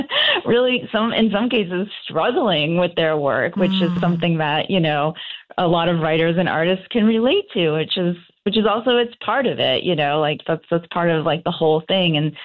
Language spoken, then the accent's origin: English; New England, United States; I'm from New England. I grew up here, and I live just outside of Boston